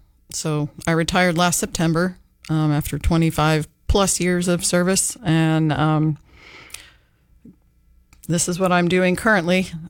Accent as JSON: {"language": "English", "town": "Yorktown", "region": "Virginia", "country": "United States", "tie": "born or raised there", "said": "Northern Virginia in elementary school, and then Yorktown, Virginia. And then I went to college there also."}